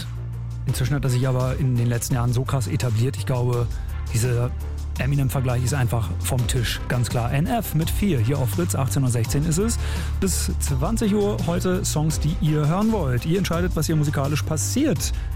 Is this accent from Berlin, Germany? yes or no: yes; Berlin, Germany; Lichterfelde ist bei mir um die Ecke. Ich komme ja aus Steglitz.